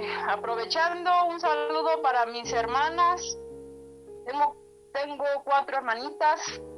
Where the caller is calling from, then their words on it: Tultitlán, State of Mexico, Mexico; Yo me encuentro aquí en mi casa, en San Mateo, Cuauhtémoc, municipio de Tultitlán.